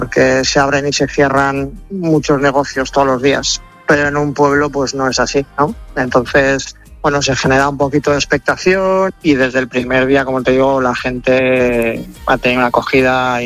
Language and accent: Spanish; San Mateo de Gállego, Aragon, Spain; Yo es verdad que tengo mucho apego por mi pueblo